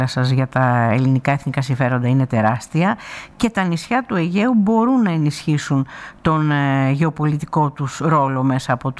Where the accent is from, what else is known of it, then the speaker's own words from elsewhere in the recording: Greece; όχι επειδή είμαστε Έλληνες